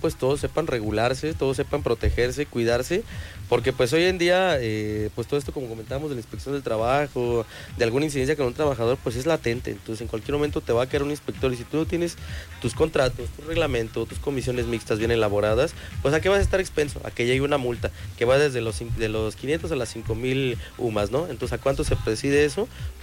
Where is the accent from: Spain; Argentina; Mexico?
Mexico; Michoacán; yo soy originario de Michoacán